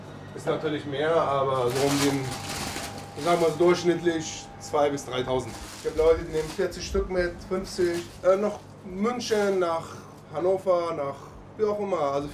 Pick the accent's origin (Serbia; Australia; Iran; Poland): Iran; German is a second language; now in Hamburg, Germany; Ich komme ursprünglich aus Iran. Also ich bin 99 hierher gekommen. Ja, ich fühle mich auch wie ein Hamburger.